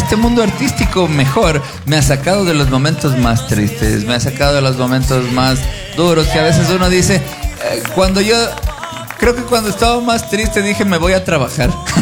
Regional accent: Ecuador; Somos ecuatorianos de corazón

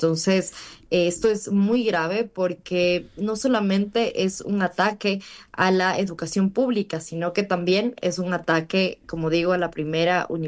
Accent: Ecuador; a nosotros como ecuatorianos y ecuatorianas

